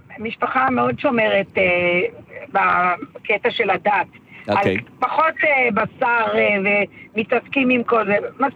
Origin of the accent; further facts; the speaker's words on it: Hadera, Haifa District, Israel; אני מחדרה, אני בדרך לעבודה.